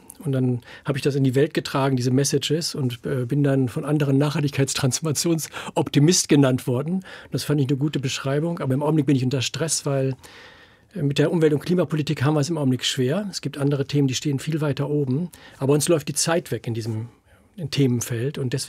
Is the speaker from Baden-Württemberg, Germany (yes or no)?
no; Bünde, North Rhine-Westphalia, Germany; born there; now in Berlin, Germany; Ich bin in Bünde geboren, in Ostwestfalen.